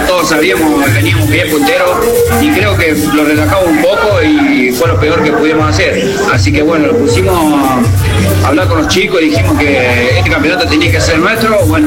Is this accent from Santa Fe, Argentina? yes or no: no; San Luis, Argentina; moved away as an adult; now in Jovita, Argentina; Y salí de San Luis Capital